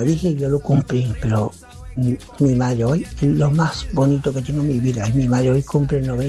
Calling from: Güímar, Canary Islands, Spain

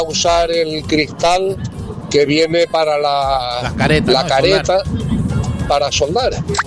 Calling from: Los Llanos de Aridane, Canary Islands, Spain; de los Llanos de Aridane, en La Palma.

